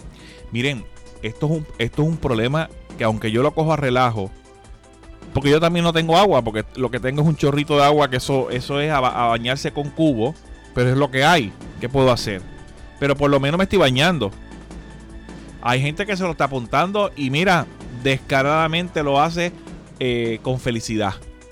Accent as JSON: {"language": "Spanish", "town": "Quebradillas", "country": "Puerto Rico", "said": "en mi pueblo allá en Quebradillas"}